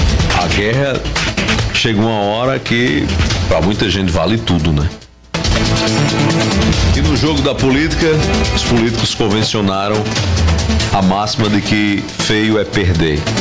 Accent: Marizópolis, Paraíba, Brazil; Marizópolis, minha república, minha terra natal

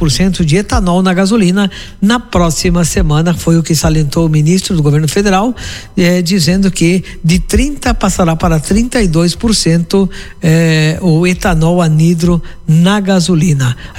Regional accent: Rio Grande do Sul, Brazil; Que bom que somos gaúchos.

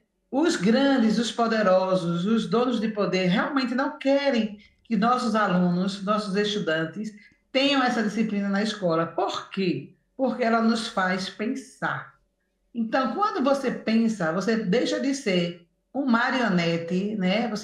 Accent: Pernambuco, Brazil; de Pernambuco. Sou catarinense e sou de Pernambuco.

